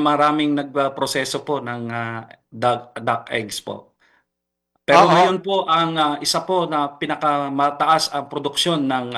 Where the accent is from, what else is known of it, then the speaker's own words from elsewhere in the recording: Ilocos Region, Philippines; from Pangasinan po kami.